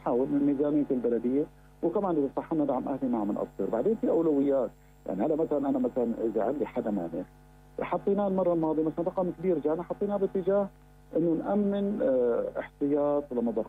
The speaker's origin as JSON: {"language": "Arabic", "region": "Rif Dimashq", "country": "Syria", "said": "احنا حريصين على بلدتنا كلياتها يعني،"}